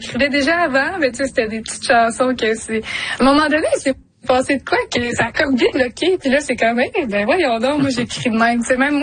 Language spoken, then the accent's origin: French; Quebec, Canada; Et moi, je suis québécoise, puis je veux mettre le Québec en valeur.